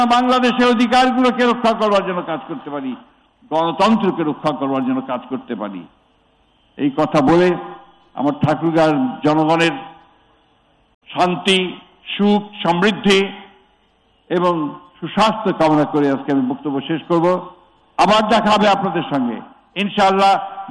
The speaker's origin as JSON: {"language": "Bangla", "country": "Bangladesh", "tie": "born or raised there", "said": "আমার জন্ম এখানে, আমার শৈশব কেটেছে এখানে, আমার স্কুল জীবন এখানে"}